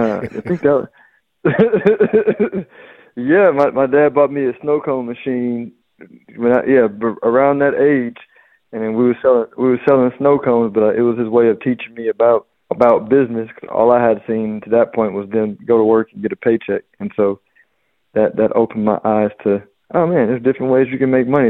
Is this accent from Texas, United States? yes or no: yes; Houston, Texas, United States; moved away as an adult; also born or lived in San Antonio; Grew up in Houston, but I spent quite a bit of time in San Antonio. I went to college there, and then we stayed there after college for a few years after I got married.